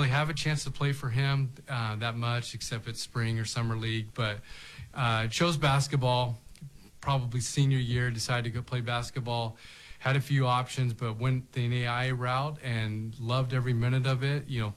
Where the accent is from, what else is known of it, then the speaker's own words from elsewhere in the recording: Everett, Washington, United States; also born or lived in Eugene; I grew up in the early years in Eugene, but then we moved to Seattle. He was a coach up there for a few years. And so really grew up in Everett, north of Seattle, Cascade High School.